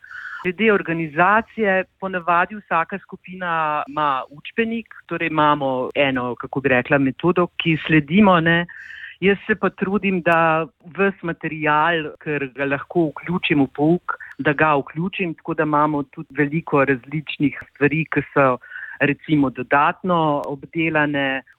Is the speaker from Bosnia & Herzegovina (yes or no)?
yes; Tuzla, Federation of Bosnia and Herzegovina, Bosnia & Herzegovina; jaz sicer prihajam iz Tuzle, študirala sem pa angliščino in francoščino v Ljubljani. Ne? In sem članica lokalne skupnosti slovenske v Tuzli